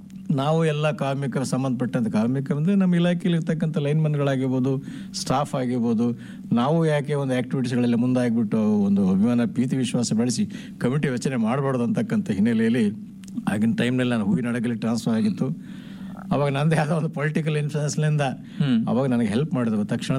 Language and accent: Kannada; Karnataka, India; also born or lived in Bhimagudi, Shahapur taluk, Karnataka; ಅಲ್ಲಿ ತಮ್ಮ ಕ್ಯಾಂಪ್ ಏರಿಯಾದಲ್ಲಿ ನಾವು ಸ್ವಾಭಾವಿಕವಾಗಿ ಬೆಳೆದ್ವಿ.